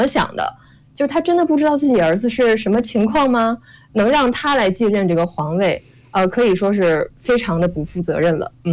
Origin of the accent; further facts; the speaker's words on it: Northeast China, China; 我作为一个东北人啊